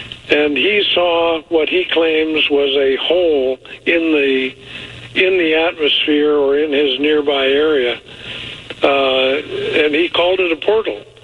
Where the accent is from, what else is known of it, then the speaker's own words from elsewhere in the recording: Missouri, United States; born there; I was born in Missouri almost 72 years ago